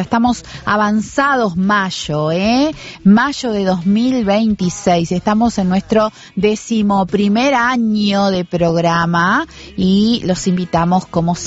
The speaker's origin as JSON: {"language": "Spanish", "country": "Uruguay"}